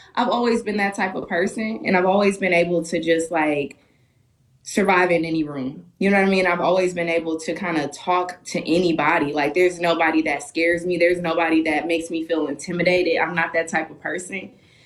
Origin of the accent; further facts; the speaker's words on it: Milwaukee, Wisconsin, United States; Milwaukee's home. All of my family and friends are still there. I'm back and forth, so yeah, man, I'm from Milwaukee through and through.